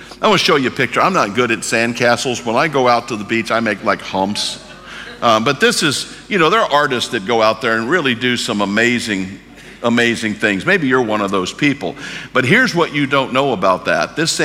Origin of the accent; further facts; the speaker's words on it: St. Louis, Missouri, United States; I grew up in St. Louis.